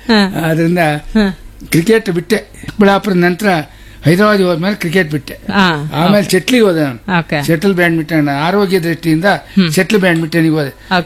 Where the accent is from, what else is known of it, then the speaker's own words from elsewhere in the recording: Koteshwara, Karnataka, India; accent: Kundapura Kannada; moved away; ನಮ್ಮೂರಿನವ್ರದ್ದು Koteshwara ಮಾಗಣಿ